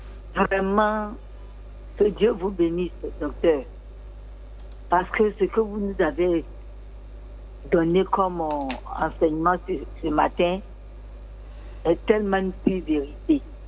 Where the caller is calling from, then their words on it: Grand-Bassam, Sud-Comoé, Côte d’Ivoire; chez moi, à Bassam